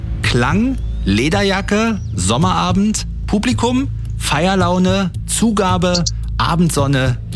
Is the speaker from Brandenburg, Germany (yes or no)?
yes; Brandenburg, Germany; Der hat mich als Jugendlicher in meiner Heimat Brandenburg schon begleitet.